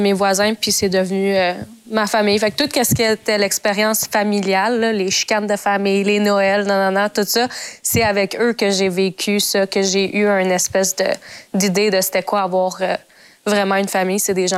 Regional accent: Montreal, Quebec, Canada; Ben, j'ai grandi à Montréal, puis mes parents immigrés au Québec.

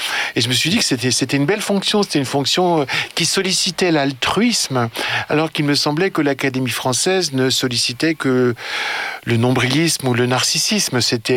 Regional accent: Lyon, Auvergne-Rhône-Alpes, France; born there; Je suis né à Lyon

